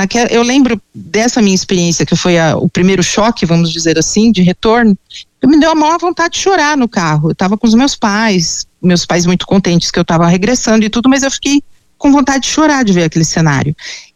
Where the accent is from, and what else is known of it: São Paulo, Brazil